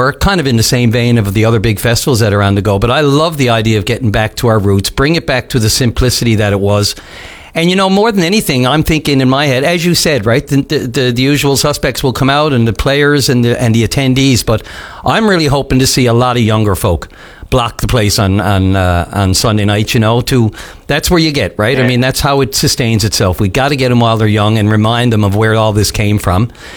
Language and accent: English; St. John's, Newfoundland and Labrador, Canada; I grew up in the West End of town, so I didn't, you know, I couldn't be called a downtown or a folky guy or anything like that.